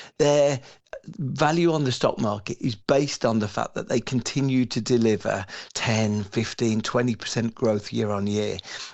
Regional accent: United Kingdom; as a British person in an American company

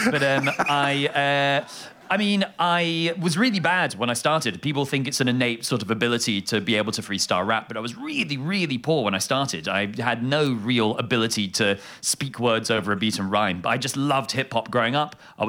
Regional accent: London, United Kingdom; moved away as an adult; now in Edinburgh, United Kingdom; I am from London, but now I live here.

